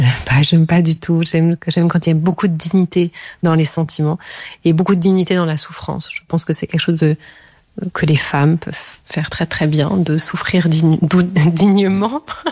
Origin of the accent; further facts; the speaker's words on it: Belgium; Moi, je suis belge